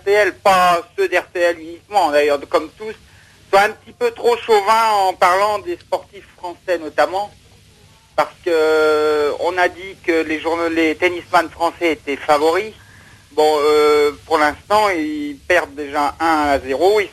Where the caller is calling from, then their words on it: Nouvelle-Aquitaine, France; je suis de Charente-Maritime.